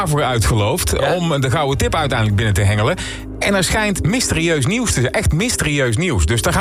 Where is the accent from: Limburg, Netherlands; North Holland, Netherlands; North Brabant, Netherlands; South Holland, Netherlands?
North Brabant, Netherlands; Blijkt dat wij als Brabanders niet zo best uit de bus komen.